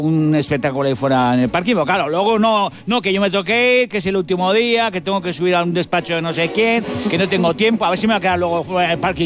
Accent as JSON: {"language": "Spanish", "region": "Basque Country", "country": "Spain", "said": "lo hago por orgullo, lo hago por orgullo, porque soy vasco y a mí no me gana ni Bartolo."}